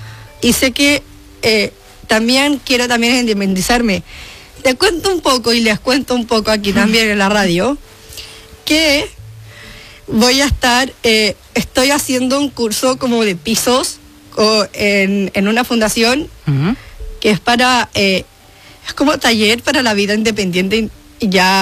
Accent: Chile; now in Barcelona, Spain; yo soy chilena, nacida en Chile y estoy aquí en Barcelona casi 6 años, se podría decir. 5 años y medio.

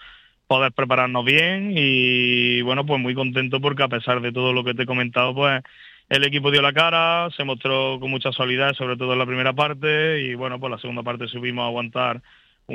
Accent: Córdoba, Andalusia, Spain; Como cordobés que soy y me muevo en este fútbol y en estos ámbitos

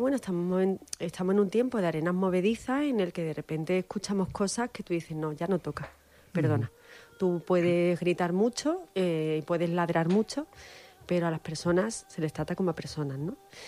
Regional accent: Málaga, Andalusia, Spain; yo digo que soy andaluza. Y eso es muy importante. Yo soy malagueña y vivo en Málaga y yo quiero muchísimo a mi ciudad

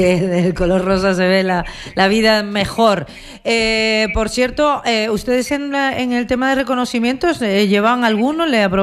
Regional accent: Canary Islands, Spain; also born or lived in Basque Country

